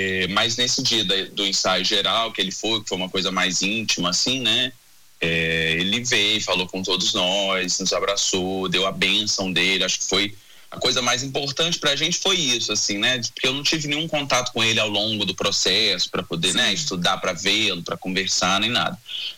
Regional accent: Minas Gerais, Brazil; accent: Mineiro; meu S é o S mineiro.

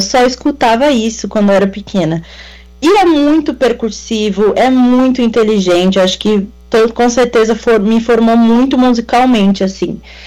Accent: Piracicaba, São Paulo, Brazil; moved away as an adult; now in São Paulo, Brazil; tava de Piracicaba. Isso, e aí moro há 3 anos na capital.

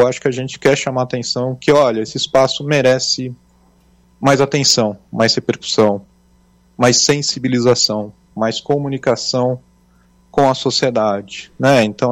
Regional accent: Brazil

